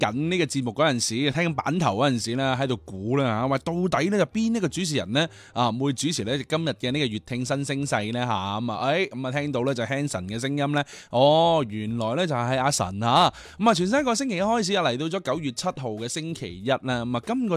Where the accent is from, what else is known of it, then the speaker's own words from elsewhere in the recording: Guangdong, China; 离开我哋广东，我哋广东人